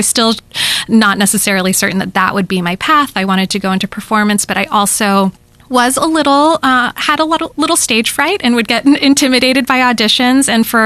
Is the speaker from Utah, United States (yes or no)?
no; Temecula, California, United States; moved away as an adult; growing up in Temecula, which felt like such a small town where I didn't always feel like I fit